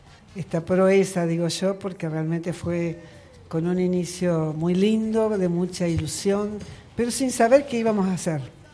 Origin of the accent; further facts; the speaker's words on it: Santa Rosa, La Pampa, Argentina; also born or lived in Rolón, La Pampa; now in Neuquén, Argentina; nos criamos en Santa Rosa y mi esposo también.